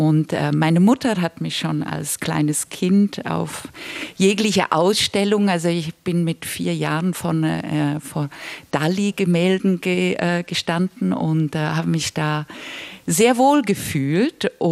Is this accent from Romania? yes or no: no; Switzerland; ich bin dann in der Schweiz geboren, aber trotzdem in so einem Schmelztiegel aufgewachsen zwischen einer Kultur aus Prag mit wahnsinnig viel Theater und Kultur